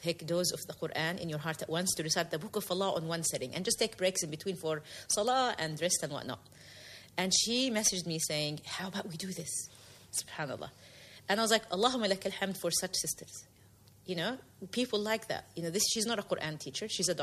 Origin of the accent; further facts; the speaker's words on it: New Zealand; I grew up in New Zealand.